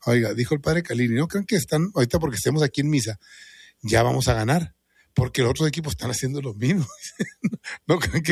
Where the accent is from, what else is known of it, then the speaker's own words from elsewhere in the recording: Mexico; Yo soy muy mexicano, muy de la región.